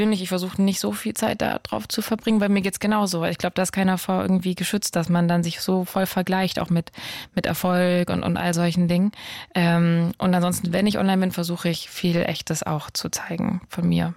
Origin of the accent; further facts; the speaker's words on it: Swabia, Germany; moved away; also born or lived in Berlin / London; ich bin ja im Schwabenland aufgewachsen.